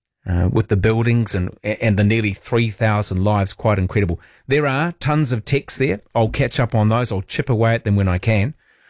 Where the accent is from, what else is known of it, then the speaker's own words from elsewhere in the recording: Australia; My daughter from Seattle was in New Zealand, as we're a family from Australia.